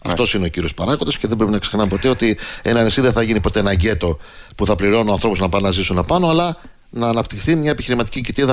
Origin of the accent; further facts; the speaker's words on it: Hydra, Attica, Greece; Είμαι από την Ίδρα, είμαι ένα από τα 4, βάζω και την Κάσο μέσα γι' αυτό, 4 ηρωικότερα νησιά που διαθέτει η Ευρωπαϊκή Ένωση